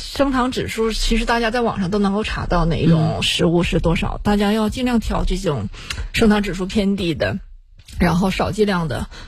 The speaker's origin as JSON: {"language": "Chinese", "country": "China", "said": "包括一些我们中国人吧，咱们中国人好吃这个米和面"}